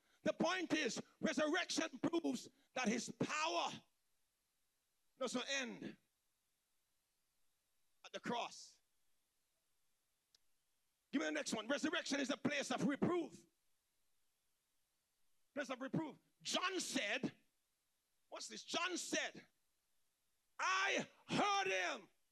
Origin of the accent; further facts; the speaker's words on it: St. Vincent & Grenadines; I grew up in St. Vincent.